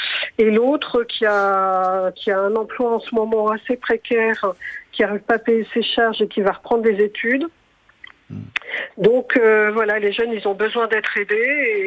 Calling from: Île-de-France, France; Je vous appelle de l'Essonne.

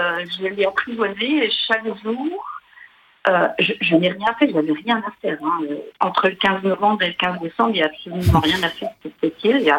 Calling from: Grand Est, France; j'appelle des Vosges.

